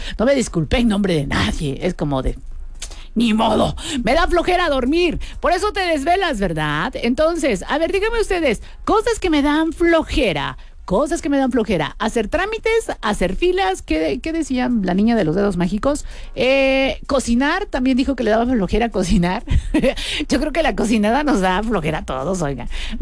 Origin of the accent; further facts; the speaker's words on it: Tehuacán, Puebla, Mexico; sí somos de Tehuacán